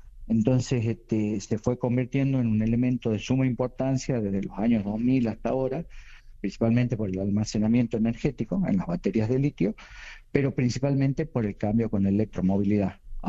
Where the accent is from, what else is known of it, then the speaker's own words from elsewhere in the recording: Salta, Argentina; Yo soy salteño, sí, y vivo, sí, en Salta.